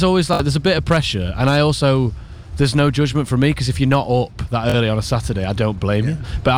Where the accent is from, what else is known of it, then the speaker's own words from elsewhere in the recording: Dronfield, East Midlands, United Kingdom; so I do Sheffield gigs and go, I'm from Dromfield, and I get boos normally.